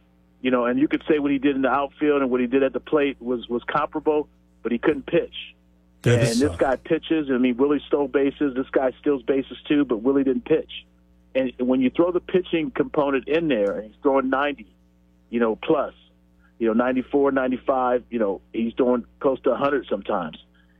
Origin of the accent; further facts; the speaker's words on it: Los Angeles, California, United States; I could walk to Dodger Stadium from my house. I grew up in East L.A., like you said.